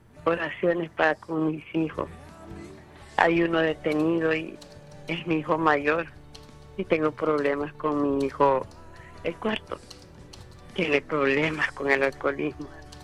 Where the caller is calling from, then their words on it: Sonsonate, El Salvador; Acá en Sonsonate, en la colonia San Antonio, aquí por Mega Plaza.